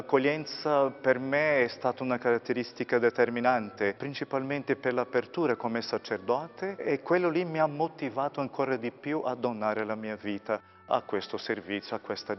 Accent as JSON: {"language": "Italian", "country": "Brazil", "tie": "born or raised there", "also_born_or_lived": "Switzerland", "moved": "yes", "lives_now": "Castel San Pietro Romano, Italy", "said": "Sì, sono nato in Brasile"}